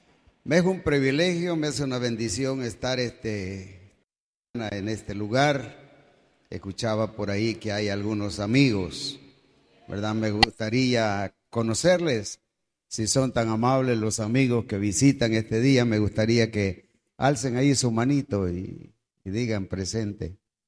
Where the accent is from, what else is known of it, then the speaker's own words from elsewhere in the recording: El Salvador; now in United States; Yo me fui de aquí, de El Salvador, para los Estados Unidos, sin conocer a Cristo.